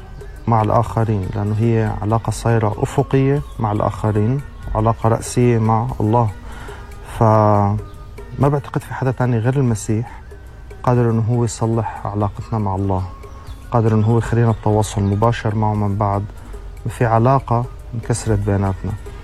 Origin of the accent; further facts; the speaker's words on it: Syria; now in Europe; أنا سوري، قيم حاليا في أوروبا ومؤمن بالمسيح من قرابة 7 سنوات.